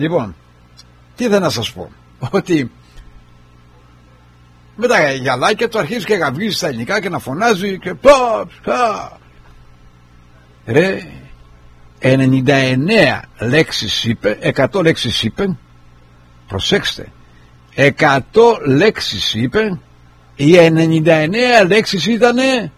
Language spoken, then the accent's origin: Greek; Argostoli, Ionian Islands, Greece; εγώ είμαι κεφαλονίτης, γέννημα θρέμα αργοστολιώτης.